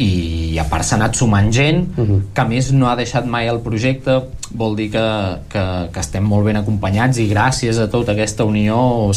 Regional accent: Tordera, Catalonia, Spain; Jo sóc fill de Tordera

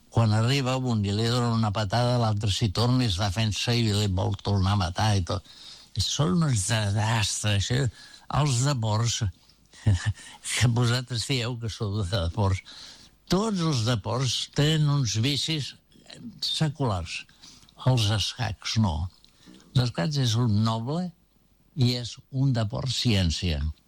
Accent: El Prat de Llobregat, Catalonia, Spain; born there; also born or lived in Torredembarra

